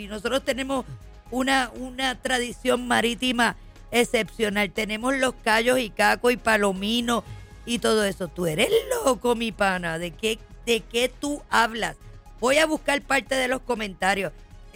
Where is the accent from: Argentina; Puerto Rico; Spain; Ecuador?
Puerto Rico; Fajardo